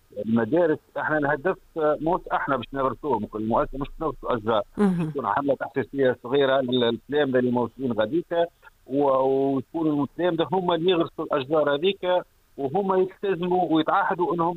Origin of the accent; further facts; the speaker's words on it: Tunisia; بلادنا تونس